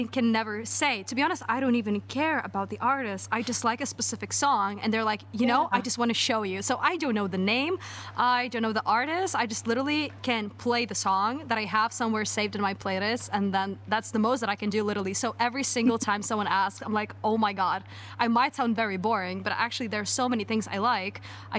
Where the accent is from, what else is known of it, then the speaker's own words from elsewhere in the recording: Lithuania; moved away; Yeah, I'm from Lithuania.